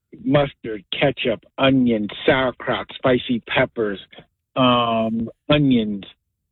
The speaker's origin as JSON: {"language": "English", "region": "New Jersey", "country": "United States", "tie": "born or raised there", "moved": "yes", "lives_now": "Matawan, United States", "said": "I grew up in the Oranges."}